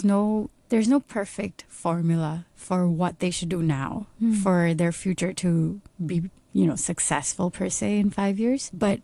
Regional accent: Hong Kong; I think growing up in Hong Kong myself, I've had feelings of loneliness where I don't feel understood. I speak Cantonese. I speak Punjabi as well.

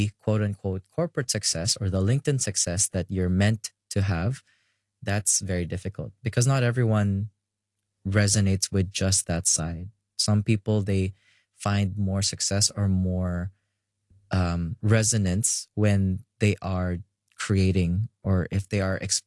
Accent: Philippines; now in Hong Kong; being a Filipino living here, especially if you don't know like Cantonese in that way.

